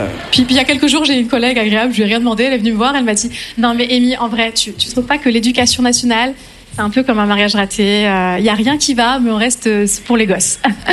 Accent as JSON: {"language": "French", "region": "north-east France", "country": "France", "also_born_or_lived": "Nancy", "moved": "as an adult", "lives_now": "Marseille, France", "said": "Je viens du nord-est de la France. Depuis 2 ans, je me suis installée dans la jolie ville de Marseille. Alors à Nancy, j'étais prof d'anglais"}